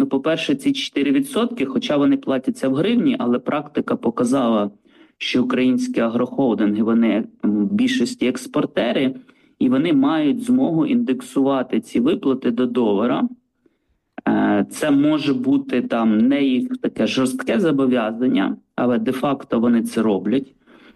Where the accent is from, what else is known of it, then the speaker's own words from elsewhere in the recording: Podillia, Ukraine; І я з родом з Поділля